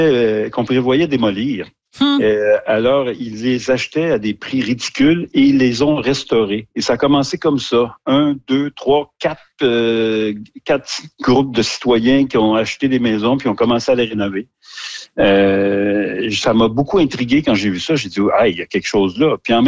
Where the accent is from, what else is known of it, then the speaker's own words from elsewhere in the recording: Terrebonne, Quebec, Canada; dans le Vieux-Terrebonne, je suis né dans le Vieux-Terrebonne. Mes parents avaient des commerces dans le Vieux-Terrebonne. Quand j'étais adolescent, le Vieux-Terrebonne, ça s'appelait pas le Vieux-Terrebonne